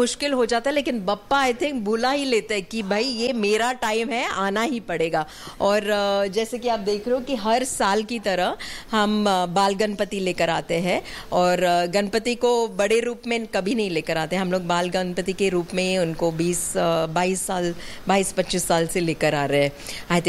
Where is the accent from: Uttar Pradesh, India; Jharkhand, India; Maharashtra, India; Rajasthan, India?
Maharashtra, India; Mumbai; now in Chandigarh, India; मैं मुंबई में ही पली बड़ी हूँ and my husband is a Maharashtrian